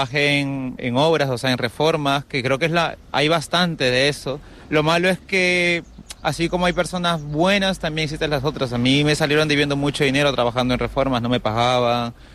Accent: Peru; moved away as an adult; now in Las Palmas de Gran Canaria, Spain; Yo soy peruano

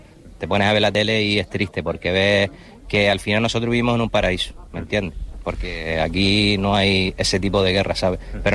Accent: Las Palmas de Gran Canaria, Canary Islands, Spain; nosotros somos del barrio de la Isleta y habría que ir a la Isleta y ver lo que hay ahí

